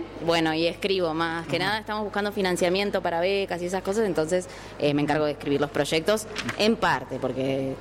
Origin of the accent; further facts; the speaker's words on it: Ushuaia, Tierra del Fuego, Argentina; yo nací en Ushuaia y crecí en Ushuaia y sin embargo creo que eso me ha enriquecido mucho.